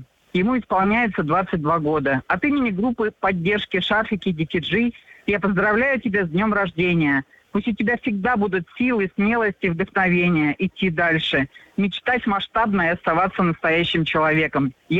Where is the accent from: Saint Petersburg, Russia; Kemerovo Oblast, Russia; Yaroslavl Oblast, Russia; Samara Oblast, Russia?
Kemerovo Oblast, Russia; Novokuznetsk; Я из Новокузнецка.